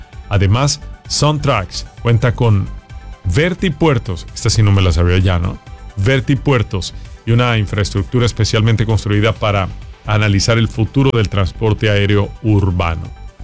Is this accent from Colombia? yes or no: yes; Colombia; now in Miami, United States; el terremoto en mi país, Colombia